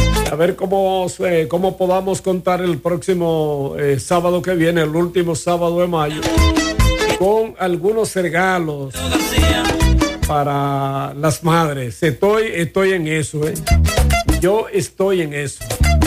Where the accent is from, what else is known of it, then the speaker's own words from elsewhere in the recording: Juan López, Espaillat, Dominican Republic; moved away; La sidra de Juan López, mi tierra llorada, que siempre recuerdo.